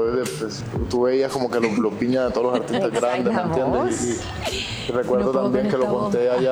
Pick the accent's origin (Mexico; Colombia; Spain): Colombia; para mí como colombiano es algo, es icónico